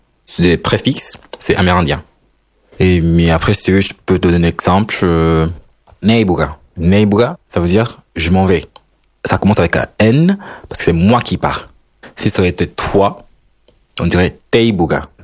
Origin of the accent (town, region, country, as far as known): Honduras; born or raised there; French is a second language; moved away as an adult; now in France